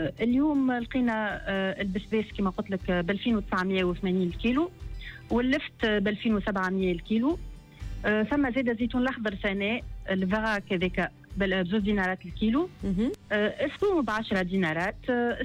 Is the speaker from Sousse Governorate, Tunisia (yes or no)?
yes; Sousse, Sousse Governorate, Tunisia; هو الرمان يفرق من بلاصه لبلاصه, مش كيما عندنا في سوسه كيما في جابس كيما في في سيدي بوزيد